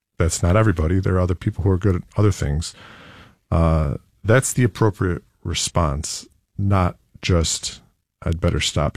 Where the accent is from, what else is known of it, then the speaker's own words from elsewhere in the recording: Penfield, New York, United States; Well, yeah, I'm a white guy. I have a similar background to Shane. I grew up in Penfield